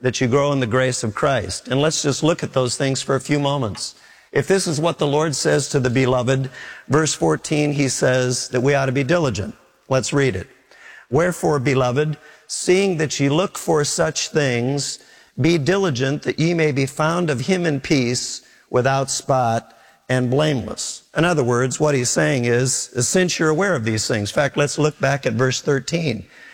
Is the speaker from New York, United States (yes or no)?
no; Minneapolis, Minnesota, United States; a dear man who I grew up with in Minneapolis.